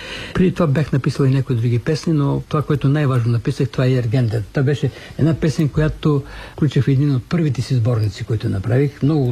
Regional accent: Harmanli, Haskovo Province, Bulgaria; moved away; Моето семейство, моята къща, която беше в родния ми град Харманли, беше една малка музикална академия.

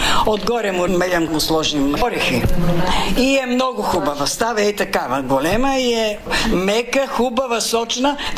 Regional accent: Vidin Province, Bulgaria; Родена съм в Белоградчишко село на 12 км Паралуш, да живеем тук от 60-та година.

